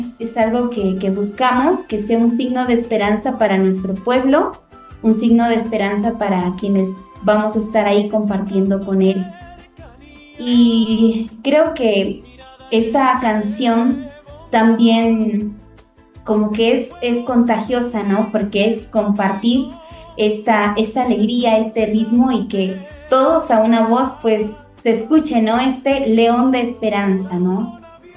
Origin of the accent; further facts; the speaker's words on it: Tumbes, Peru; yo soy del norte, soy de Tumbes, ¿no?